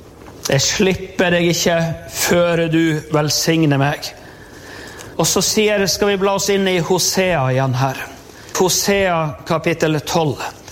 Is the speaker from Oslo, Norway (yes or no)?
no; Målselv, Troms, Norway; som en liten guttunge på skolen hjemme i Målselv.